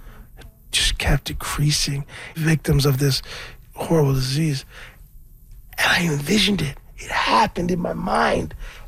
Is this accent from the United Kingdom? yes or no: no; Scarborough, Ontario, Canada; I'm from Scarborough. I'm a rapper.